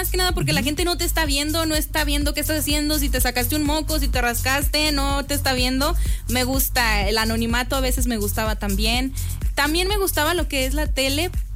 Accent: Tepezalá, Aguascalientes, Mexico; Yo soy de Tepezalá.

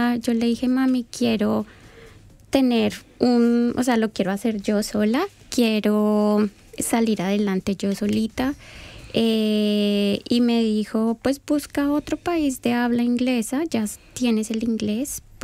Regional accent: Colombia; moved away; yo decía, soy colombiana, las personas no sabían

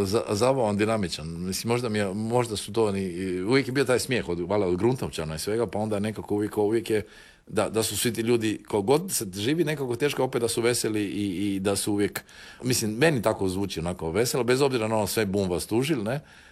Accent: Dubrovnik, Dubrovnik-Neretva County, Croatia; moved away as an adult; now in Zagreb, Croatia; ja sam iz Dubrovnika, zašto neko ne? Ja sam iz Dubrovnika pobjegao na Lopud, na otok, s kojim ja realno nemao nikakve veze, ali opet sam tamo sad toliko godina

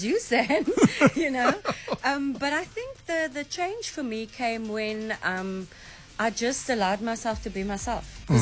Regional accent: Cape Town, Western Cape, South Africa; also born or lived in southern suburbs, Cape Town; And then we moved to the northern suburbs, also when I was quite young. So I think I've been there since like primary school.

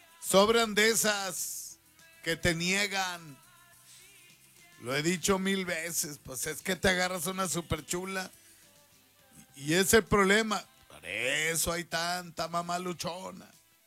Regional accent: northern Mexico, Mexico; lo digo como buen norteño

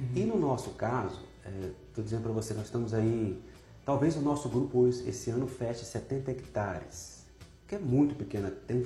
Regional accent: Catalão, Goiás, Brazil; born there; now in Brasília, Brazil; Eu nasci em Catalão, Goiás, 300 quilômetros daqui, mas vim para cá jovem, né?

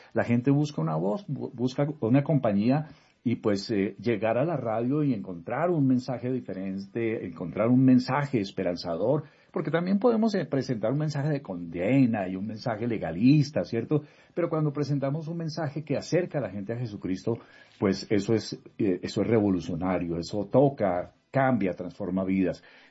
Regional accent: Colombia; Siempre nos criamos escuchando radio, siempre en Colombia la radio fue muy presente

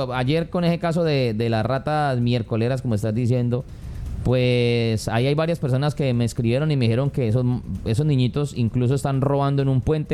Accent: Colombia; todos somos colombianos y todos tienen derecho a opinar y así lo soy yo.

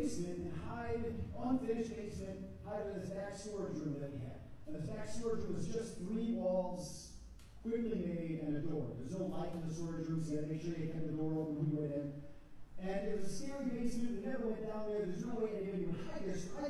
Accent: Wisconsin, United States; I grew up near Madison, Wisconsin. Little farmhouse, we had a farm ourselves. It was this old farmhouse.

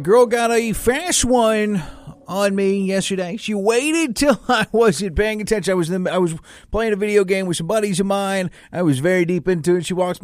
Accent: Florida, United States; moved away; I'm from Florida.

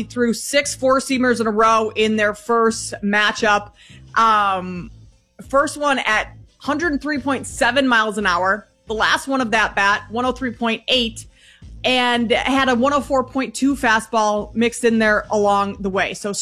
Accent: Minnesota, United States; I grew up in Minnesota, so I grew up listening to him.

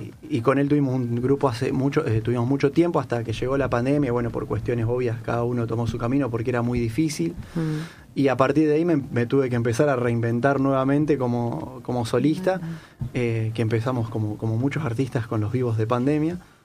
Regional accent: Capitán Bermúdez, Santa Fe, Argentina; mi ciudad donde yo me crié, que es Capitán Bermúdez.

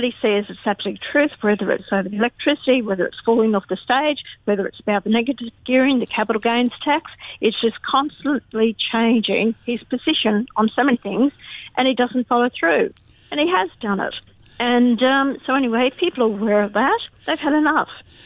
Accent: Australia; Gina and I are the same age. Okay, we grew up in Australia

